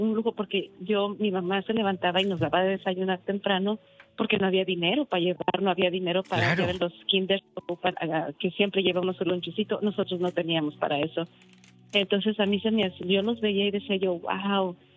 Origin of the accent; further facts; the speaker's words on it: Durango, Mexico; now in Washington, United States; yo regresé a Durango hace 10 años, fui a Durango, a mi tierra